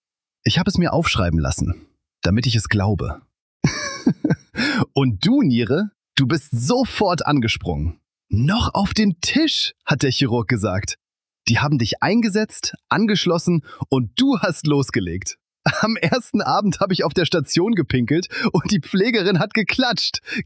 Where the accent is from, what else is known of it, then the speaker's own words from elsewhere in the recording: Cologne, North Rhine-Westphalia, Germany; Wir sind beide Kölner.